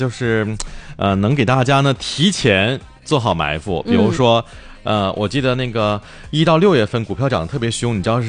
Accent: Harbin, Heilongjiang, China; 今天呢是一个属于咱们哈尔滨人的好日子

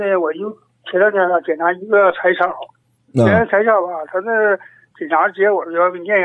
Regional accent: Dalian, Liaoning, China; 哎，我是大连的。

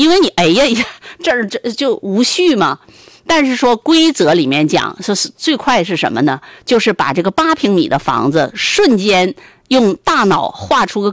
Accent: China

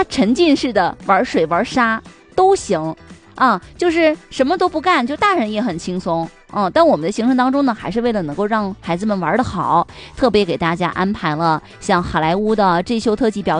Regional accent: Northeast China, China; 咱们东北人对大海有执念。

